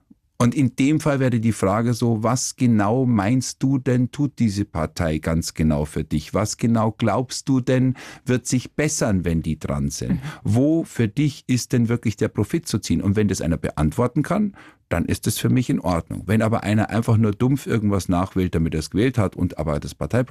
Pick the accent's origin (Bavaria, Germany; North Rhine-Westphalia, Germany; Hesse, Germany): Bavaria, Germany; Kaufbeuren; bin 66 geboren, und ich hatte natürlich dann schon auch eben damals Schweizer Fernsehen bei uns im Allgäu in Kaufbeuren und österreichisch.